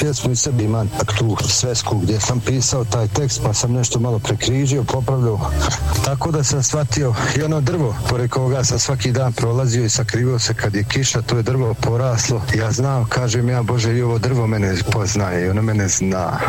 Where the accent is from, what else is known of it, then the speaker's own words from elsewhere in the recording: Bosnia & Herzegovina; Ja sam bio Bosanac … bez ovoj.